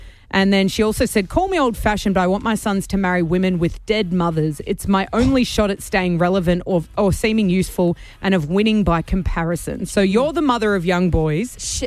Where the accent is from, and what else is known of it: Australia